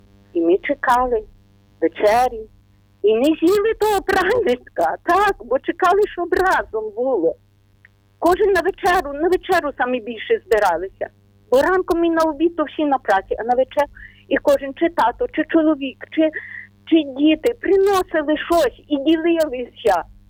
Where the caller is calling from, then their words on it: Ternopil Oblast, Ukraine; ми з України. Тернопільщина.